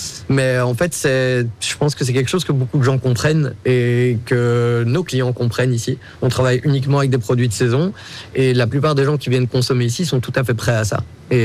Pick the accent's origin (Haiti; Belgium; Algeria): Belgium; Brussels, Brussels-Capital Region; Et en tant que bon bruxellois autocentré, on pensait que c'était une expression bruxelloise.